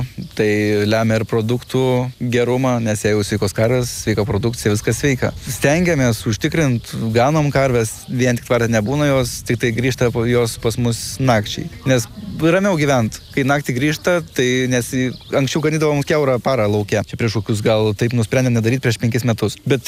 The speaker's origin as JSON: {"language": "Lithuanian", "town": "Kaunas", "region": "Kaunas County", "country": "Lithuania", "moved": "yes", "said": "Gan nuo mažų dienų aš čia augdavau kaime. Aš šiaip esu iš Kauno, mokiausi Kaune"}